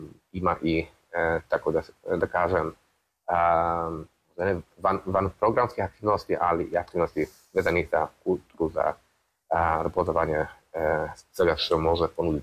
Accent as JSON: {"language": "Serbian", "town": "Kraków", "region": "Lesser Poland", "country": "Poland", "second_language": "Serbian", "said": "dolazim iz Krakova, iz Poljske."}